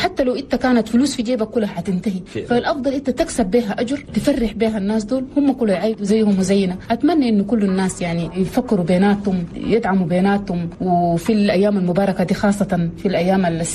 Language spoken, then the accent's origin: Arabic; Chad; إحنا كمجتمع تشادي